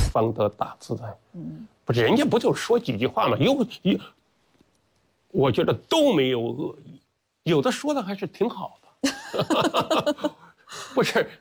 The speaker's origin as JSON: {"language": "Chinese", "region": "Henan", "country": "China", "tie": "born or raised there", "moved": "yes", "said": "所以我们河南人的话呢，除了幽默，就是心胸也特别的宽广，一般的话呢都不爱占人便宜，"}